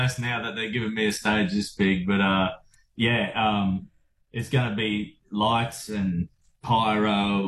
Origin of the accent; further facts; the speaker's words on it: Australia; You know, I'm an Aussie through and through. I know I spend a lot of time overseas in the States touring more nowadays, but I'm pretty happy to just come home